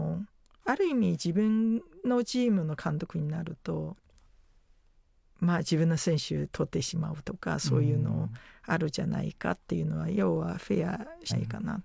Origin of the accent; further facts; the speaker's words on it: China; Japanese is a second language; now in Japan; 自分自身がやっぱり家族、元私も中国出身ですから